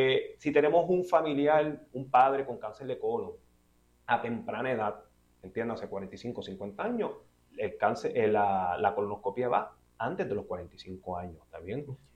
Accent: Puerto Rico; como boricua al fin

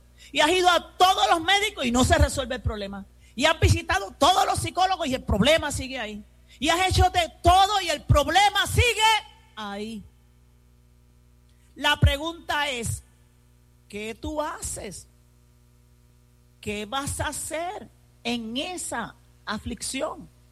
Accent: Puerto Rico

